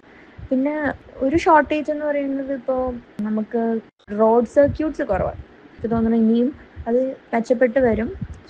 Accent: Kerala, India; ഒരു കേരളയിലെ സ്കേറ്റർ എന്ന നിലയിൽ അതൊരു ബിഗ് അച്ചീവ്മെൻ്റ്.

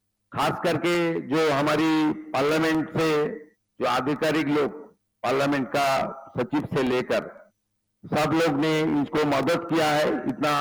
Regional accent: West Bengal, India; मैं बंगाल से आती हूं, सॉन ऑफ द सॉयल हूं, ये बंगाल भारत में है

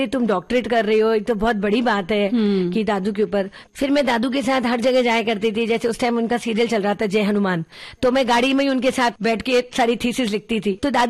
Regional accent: Agra, Uttar Pradesh, India; now in Mumbai, India; तो मैंने कहा अंकल मैं आगरा से हूँ।

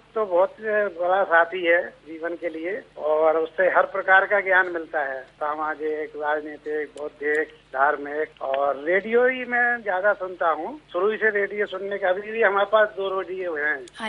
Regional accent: Jhansi, Uttar Pradesh, India; moved away as an adult; now in Chhatarpur, India; हम वैसे तो मूलतः झांसी के रहने वाले हैं।

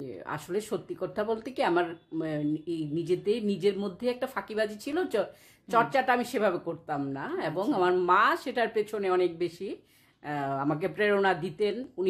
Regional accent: Belonia, Tripura, India; আমি আসলে বিলোনিয়ার মেয়ে, বিলোনিয়ায় আমার জন্ম, সেখানে বেড়ে ওঠা, সেখানে স্কুল কলেজ পড়াশোনা সব শেষ করা।

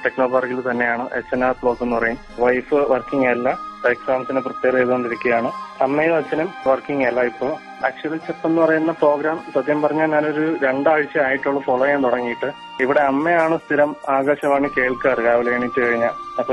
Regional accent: Thiruvananthapuram, Kerala, India; സ്വന്തം സ്ഥലവും ജനിച്ചു വളർന്നതും തിരുവനന്തപുരം തന്നെയാണ്. പക്ഷെ അത് കിംസ് ഹോസ്പിറ്റലിന് അടുത്തായിട്ടൊക്കെ വരാം.

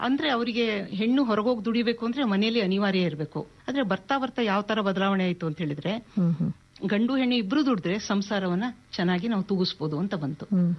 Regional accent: Chitradurga, Karnataka, India; now in Shivamogga, India; ನಾನು ಚಿತ್ರದುರ್ಗದವಳು, ಅಲ್ಲಿ ಬೆಟ್ಟ ಕೋಟೆ ಕೊತ್ತಲೆ ಎಲ್ಲ ಇದೆ. ಚಿಕ್ಕನಿಂದ ಬೆಟ್ಟ ಹತ್ತಿ ಇಳಿದವಳು ನಾನು.

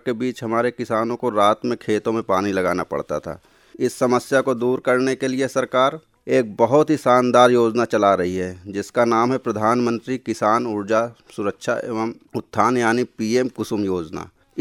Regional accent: Uttar Pradesh, India; हमारे उत्तर प्रदेश में, खास तौर पर अवध के इलाके में

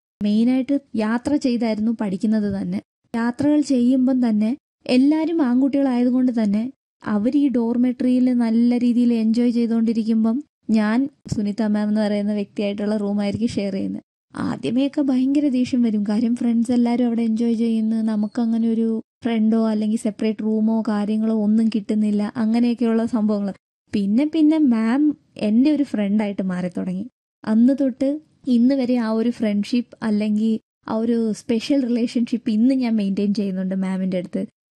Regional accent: Bangalore, Karnataka, India; ഞാൻ ബാംഗ്ലൂർ സ്വദേശിനിയാണ്. ജനിച്ചതും വളർന്നതും എല്ലാം ബാംഗ്ലൂരാണ്. മലയാളി തന്നെയാണ്. നാട്ടിൽ കൊല്ലം.

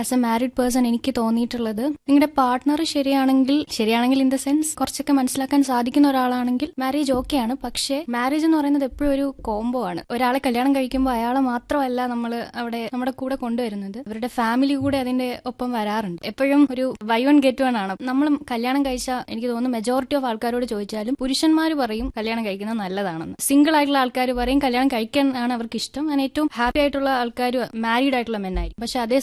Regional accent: Chadayamangalam, Kerala, India; ചടയമംഗലത്ത് നിന്നാണ് വരുന്നത്.

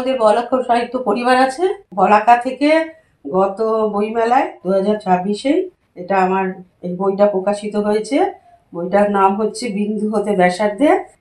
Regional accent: Kolkata, West Bengal, India; আমি উত্তর কলকাতায় শোভাবাজারে বড় হয়েছি, পড়াশোনা বলো যাই সেখানেই হয়েছে, কিন্তু আমার মামার বাড়িটি রানাঘাটে।

